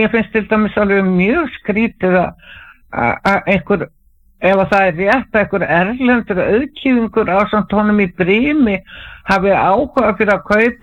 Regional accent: Kópavogur, Capital Region, Iceland; Og ég man að þegar ég var svona krakki, ég var alveg upp í Kópavoginum

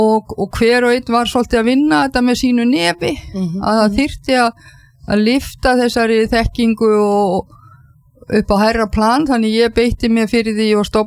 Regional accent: Kaupangur, Northeastern Region, Iceland; moved away as an adult; also born or lived in Seattle, United States / Birmingham, United Kingdom; ég fædd á uppalinn í Kaupangi í Kaupangsveit sem núna Eyjafjarðar sveit þannig ég bóndadóttir

